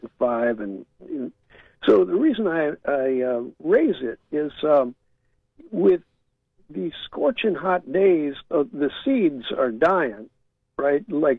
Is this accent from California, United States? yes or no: yes; California, United States; No, I'm the guy from California, so I'm not out there.